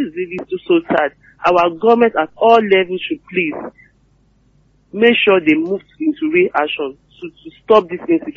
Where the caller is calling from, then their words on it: Ibadan, Oyo, Nigeria; calling from Alakia.